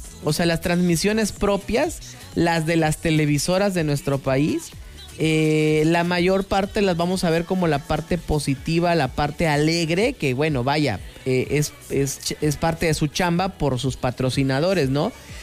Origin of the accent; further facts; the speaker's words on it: Mexico; pero en esta ocasión, al ser en mi país, la verdad es que está increíble.